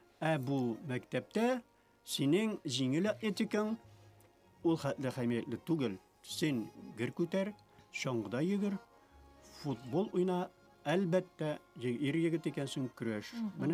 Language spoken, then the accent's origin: Tatar; Tatarstan, Russia; born there